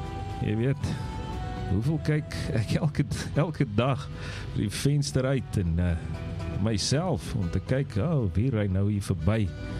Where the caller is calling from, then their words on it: Jeffreys Bay, Eastern Cape, South Africa; van Jeffrey's Bay.